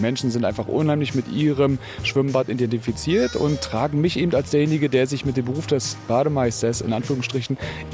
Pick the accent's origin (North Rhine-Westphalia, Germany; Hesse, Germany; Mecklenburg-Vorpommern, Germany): Mecklenburg-Vorpommern, Germany; moved away; Ich bin ursprünglich Mecklenburger in der Nähe von Rostock groß geworden, an der Ostseeküste